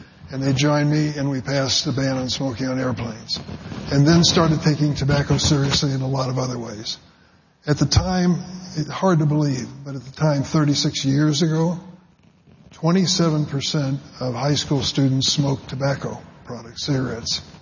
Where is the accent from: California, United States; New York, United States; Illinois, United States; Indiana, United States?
Illinois, United States; East St. Louis; When I was growing up in East St. Louis, Illinois, my father got sick with lung cancer.